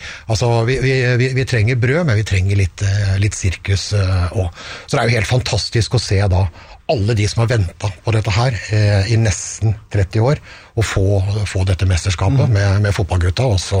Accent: Hamar, Innlandet, Norway; jeg er jo fra Hamar

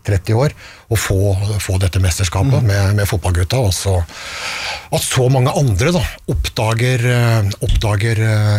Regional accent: Hamar, Innlandet, Norway; altså jeg er jo fra Hamar, så der er vi interessert i puck også.

